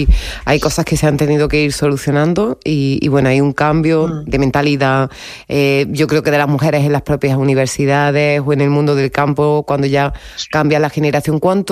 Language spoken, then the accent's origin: Spanish; Montemayor, Andalusia, Spain; yo que también soy de pueblo, que soy de Montemayor, me acuerdo por edad